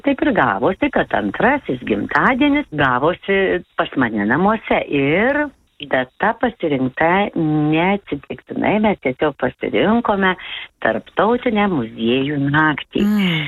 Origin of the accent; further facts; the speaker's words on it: Suvalkija, Lithuania; now in Pagėgiai, Lithuania; aš esu suvalkietė.